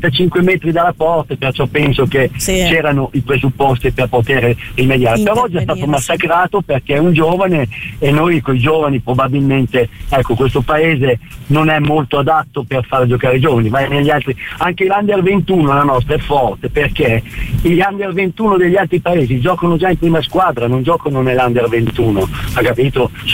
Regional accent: Emilia-Romagna, Italy; Anche comincio con un aneddoto, no? Che io sono emiliano

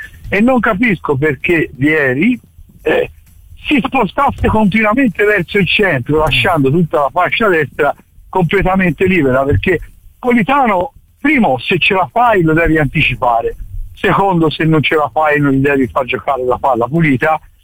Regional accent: Fucecchio, Tuscany, Italy; Siccome io sono di Pucecchio

